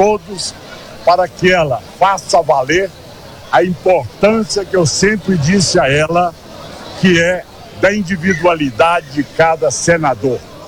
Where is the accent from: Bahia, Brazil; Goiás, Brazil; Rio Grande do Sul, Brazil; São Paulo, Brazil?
Goiás, Brazil; Nós hoje batemos no peito em qualquer lugar do Brasil e falam, nós somos goianos.